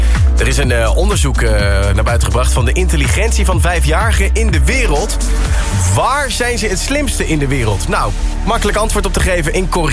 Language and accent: Dutch; Netherlands; Waar staan wij dan als Nederlanders zijnde?